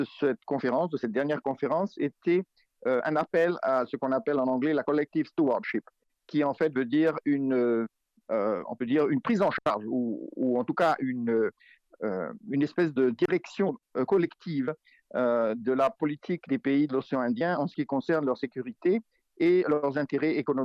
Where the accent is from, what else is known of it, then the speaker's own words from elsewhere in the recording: France; now in India; Je suis français, mais j'ai vécu dans de nombreux pays et surtout en Inde. Je suis basé en Inde depuis plus de 20 ans